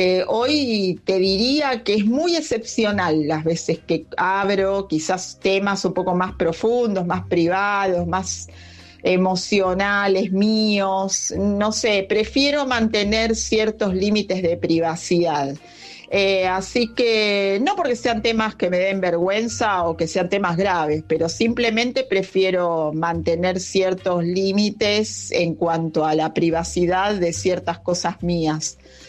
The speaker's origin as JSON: {"language": "Spanish", "town": "Temperley", "region": "Buenos Aires Province", "country": "Argentina", "said": "Buenas noches … de Temperley."}